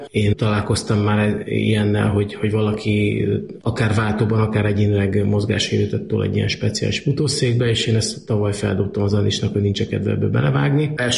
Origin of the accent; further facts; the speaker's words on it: Kecskemét, Bács-Kiskun, Hungary; Kecskeméti Pérista gimnáziumban jártam